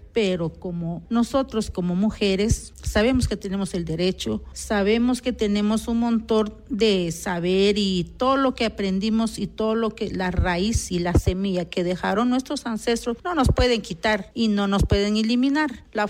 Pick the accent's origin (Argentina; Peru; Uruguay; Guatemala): Guatemala; Alta Verapaz; first language Q'eqchi'; Spanish is a second language; soy de Alta Verapaz y mi idioma es Xerchi.